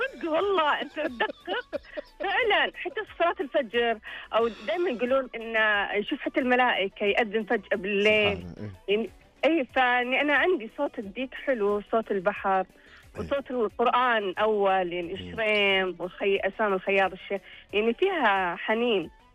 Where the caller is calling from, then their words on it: Khobar, Eastern Province, Saudi Arabia; من الخبر.